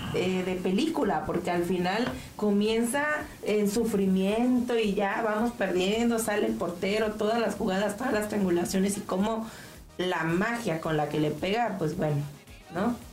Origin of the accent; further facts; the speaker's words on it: Mexico; como todo mexicano dolido